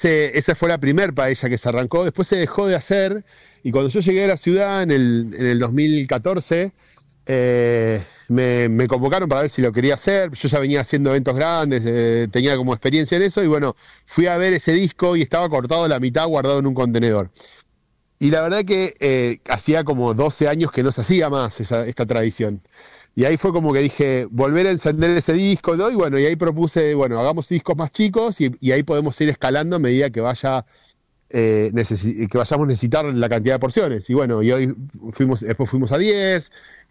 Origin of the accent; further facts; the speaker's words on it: Azul, Buenos Aires Province, Argentina; moved away as an adult; also born or lived in Rosario; now in Ushuaia, Argentina; yo soy de Azul, provincia de Buenos Aires, y nada, me crié en el campo y bueno, a los 18 me fui a Buenos Aires a formar en gastronomía